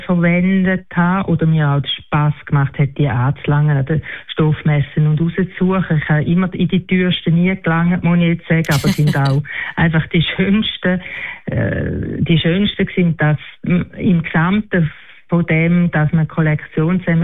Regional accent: Dachsen, Zurich, Switzerland; now in Schaffhausen, Switzerland; Ich bin noch nicht in Schaffhausen, ich komme ja von Dachsen, ich bin noch nicht in Schaffhausen ganz angekommen. Ich bin erst 4 Monate

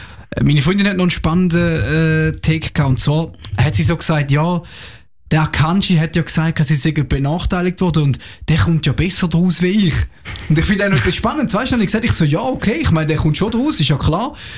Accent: Switzerland; dann muss man halt auch als Schweizer dann die Schweizer Brille abziehen

